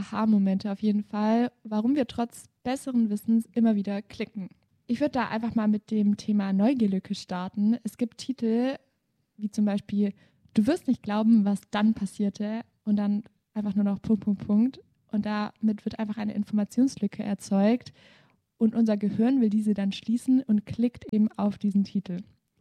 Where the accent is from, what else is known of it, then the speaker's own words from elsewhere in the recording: Swabia, Germany; Wir sind ja auch Schwaben.